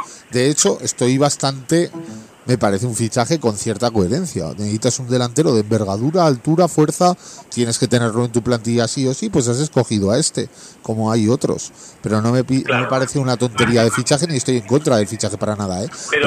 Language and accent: Spanish; Buñuel, Navarre, Spain; el Buñuel, mi pueblo.